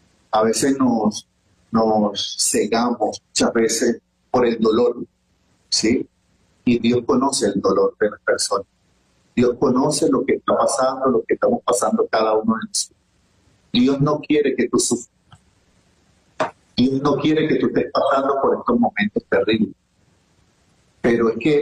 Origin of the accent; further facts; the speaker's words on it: Caracas, Capital District, Venezuela; now in Táchira, Venezuela; Sí, yo soy caraqueño. Sí, soy caraqueño, tengo toda mi familia en La Vega, en Caracas. Tengo en el Táchira, ya casi voy a cumplir dentro de un año y tanto, voy a cumplir 25 años aquí en el Táchira.